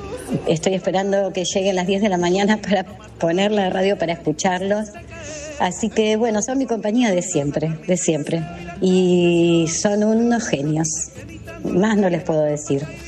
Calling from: Argentina; de Boedo.

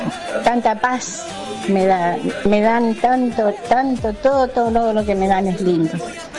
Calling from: Moreno, Buenos Aires Province, Argentina; soy de Moreno, somos dos jubilados.

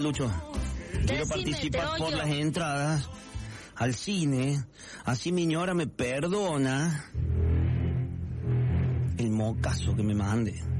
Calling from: Alberdi, Argentina

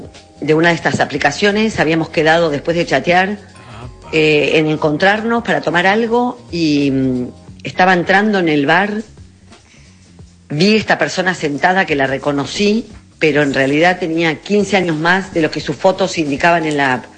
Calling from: San Isidro, Buenos Aires Province, Argentina; de San Isidro

